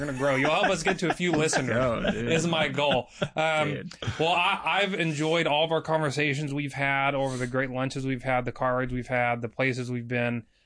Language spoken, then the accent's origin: English; California, United States; And I grew up in Southern California.